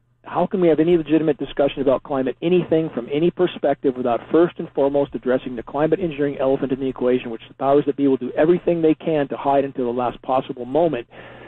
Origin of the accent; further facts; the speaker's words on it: California, United States; moved away as an adult; now in Northern California, United States; wanted to get out of Southern California smog where I grew up, finally got to Northern California, wilderness location, east side of Lake Shasta